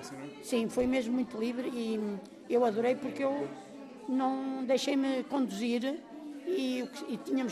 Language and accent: Portuguese; Póvoa da Atalaia, Centro, Portugal; moved away as an adult; also born or lived in Lisbon area; Sou natural da Póvoa da Atalaia, sim.